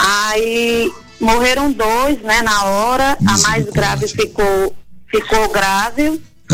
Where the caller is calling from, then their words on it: Ouricuri, Pernambuco, Brazil; De Uricuri, Pernambuco.